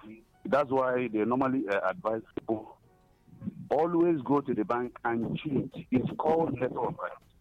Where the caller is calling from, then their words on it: Enugu, Enugu State, Nigeria; I'm calling from Enugu.